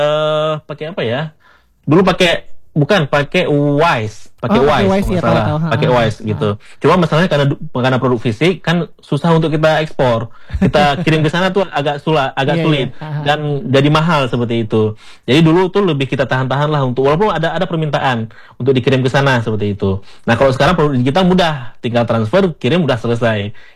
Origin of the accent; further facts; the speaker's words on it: Aceh, Indonesia; Mungkin atau logatnya mungkin kita orang Aceh seperti itu.